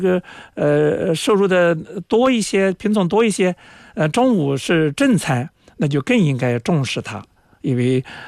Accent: China

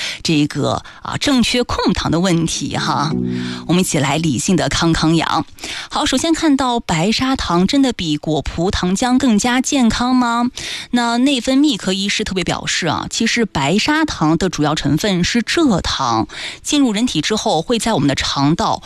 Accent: Jiangsu and Zhejiang, China; 我们江浙人都特别喜欢吃糖醋红烧口的哈

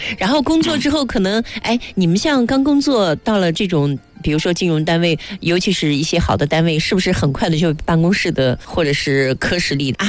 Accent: Nanjing, Jiangsu, China

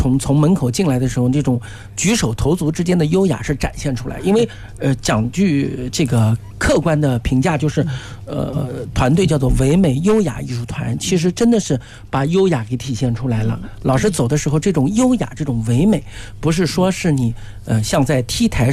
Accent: Nanjing, Jiangsu, China; 因为我们南京话真来斯

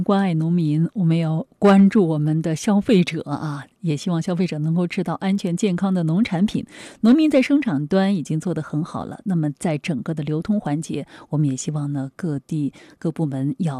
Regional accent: Jiangsu, China; 而且像我们江苏这边更没有吃罐头水果就是这样的习惯了啊。

